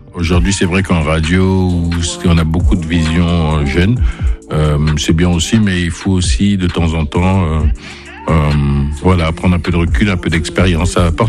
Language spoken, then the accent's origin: French; France; also born or lived in Congo; Je suis né au Congo, j'ai grandi en France